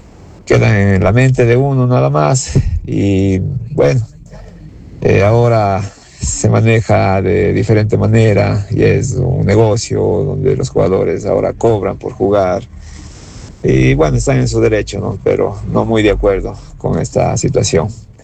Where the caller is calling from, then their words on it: Cuenca, Azuay, Ecuador; como dicen, decimos los cuencanos.